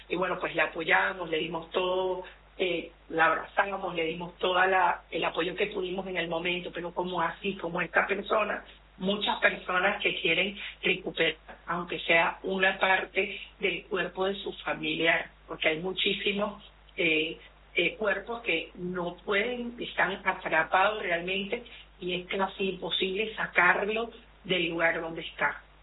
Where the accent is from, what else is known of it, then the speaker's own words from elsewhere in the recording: Venezuela; Es increíble la solidaridad que ha tenido mi pueblo, porque yo soy venezolana